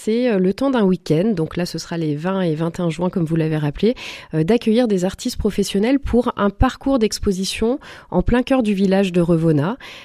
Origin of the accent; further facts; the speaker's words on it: Auvergne-Rhône-Alpes, France; Je suis originaire de l'Ain, même si je travaille à Lyon